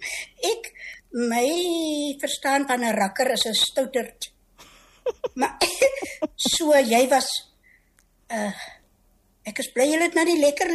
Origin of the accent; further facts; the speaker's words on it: Eerste Rivier, Western Cape, South Africa; ek is in Eerste Rivier gebore en getoe. Ek is nou nie nou meer daar nie, maar dis waar my wortels begrawe is en waar my liefde vir Afrikaans, sou ek sê, gekweek is.